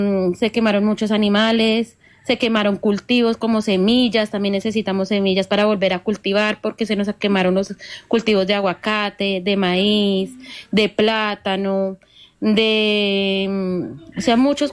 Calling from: San Luis, Tolima, Colombia; yo soy de San Luis, Tolima.

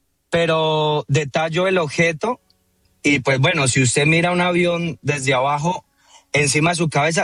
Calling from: Villavicencio, Meta, Colombia; yo soy de Villavicencio.

